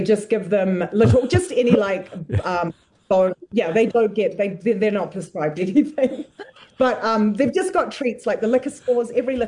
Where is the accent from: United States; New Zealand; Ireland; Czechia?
New Zealand; moved away as an adult; now in Banff, Canada; So now I class myself as a Kiwi-adian.